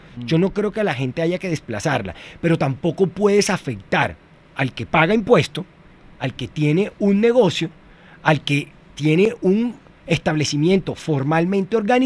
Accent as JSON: {"language": "Spanish", "region": "Córdoba", "country": "Colombia", "moved": "as an adult", "lives_now": "Bogotá, Colombia", "said": "Yo soy cordobés, pero llevo más de 20 años viviendo en Bogotá."}